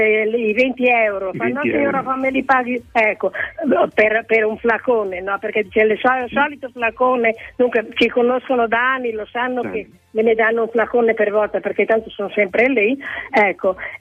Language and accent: Italian; Mantua, Lombardy, Italy; Sono di Mantova, della zona di Valdaro.